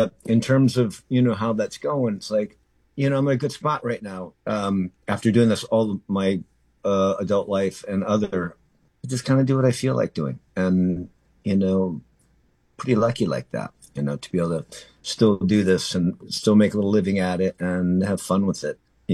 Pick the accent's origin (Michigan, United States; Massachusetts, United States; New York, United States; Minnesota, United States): Minnesota, United States; Minneapolis; So when I grew up in Minneapolis, I rode the buses everywhere or rode my bike everywhere.